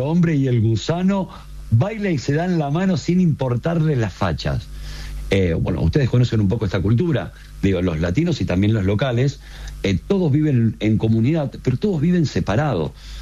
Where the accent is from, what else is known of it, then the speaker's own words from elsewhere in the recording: Argentina; cómo somos los argentinos, en este caso con el fútbol